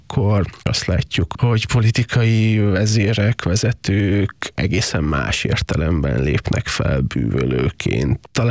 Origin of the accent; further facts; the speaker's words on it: Transylvania, Romania; a saját Erdélyhez való viszonyomnak és a szülőföldemmel kapcsolatos érzéseimnek, gondolataimnak az objektivációja is.